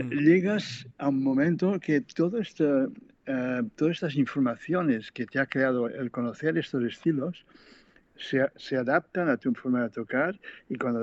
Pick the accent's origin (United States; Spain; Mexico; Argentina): Spain; Catalonia